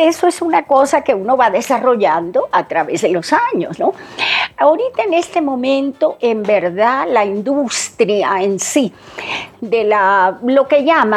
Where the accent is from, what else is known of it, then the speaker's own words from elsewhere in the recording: Venezuela; now in Mexico; Y que terminó en mi país. Terminó en Venezuela